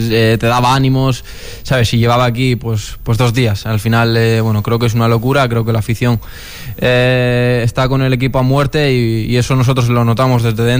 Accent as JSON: {"language": "Spanish", "town": "Alicante", "region": "Valencian Community", "country": "Spain", "tie": "born or raised there", "lives_now": "Málaga, Spain", "said": "también se asemeja un poco a lo que a mi tierra, bueno, Alicante."}